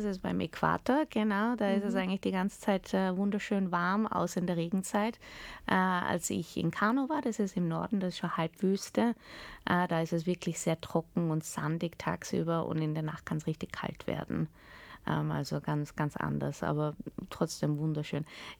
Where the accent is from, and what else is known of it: Austria; born or raised there